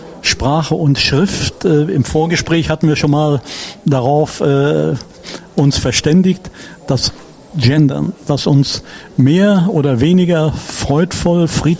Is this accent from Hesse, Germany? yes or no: no; Mecklenburg-Vorpommern, Germany; ich bin ja in Mecklenburg groß geworden